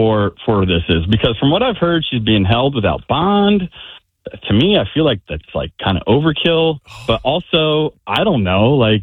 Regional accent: United States; I'm from Charlotte County.

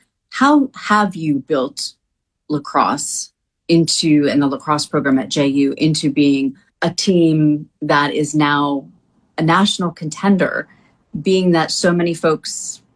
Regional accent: Northeast, United States; You know, I'm hailing from the Northeast.

